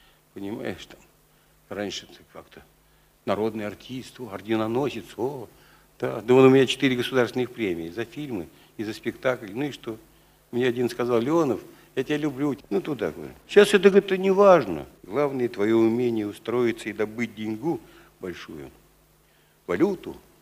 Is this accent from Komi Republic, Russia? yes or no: no; Moscow, Russia; Мы, москвичи